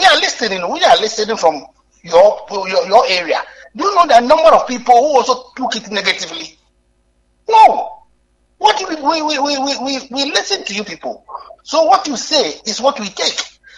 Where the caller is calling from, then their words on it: Nungwa, Greater Accra, Ghana; from Nungwa.